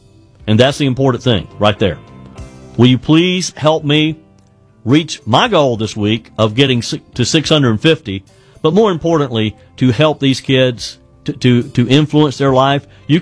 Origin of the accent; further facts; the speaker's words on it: South Carolina, United States; I got to believe that this is probably, the timing of this is going to affect what's happening in my home state of South Carolina today.